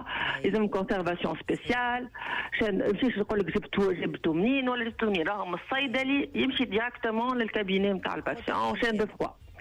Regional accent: Tunisia; طبعا احنا راهو احنا راه ستانكي عندنا في تونس

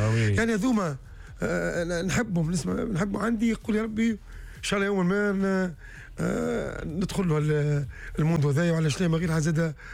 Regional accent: Tunis, Tunis Governorate, Tunisia; born there; مزود اللي انا تربيت عليه في حومتي بسويق

